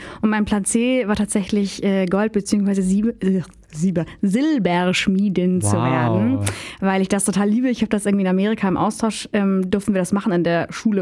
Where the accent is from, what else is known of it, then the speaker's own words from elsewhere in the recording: Bavaria, Germany; also ich bin in Bayern groß geworden